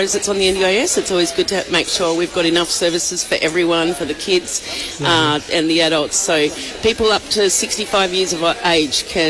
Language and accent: English; Mossman, Queensland, Australia; So I'm from Mossman area, with the Gugulgulanji people.